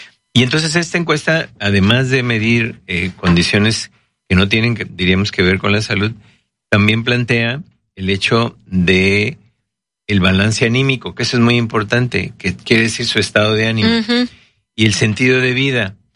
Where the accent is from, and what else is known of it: Mexico